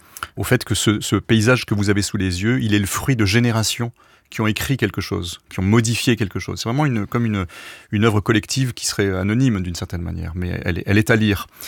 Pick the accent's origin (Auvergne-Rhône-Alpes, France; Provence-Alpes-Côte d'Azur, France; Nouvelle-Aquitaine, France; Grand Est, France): Provence-Alpes-Côte d'Azur, France; Marseille; born there; moi je suis né à Marseille, de parents qui étaient eux-mêmes nés en Tunisie, et qui sont arrivés en France au début des années 60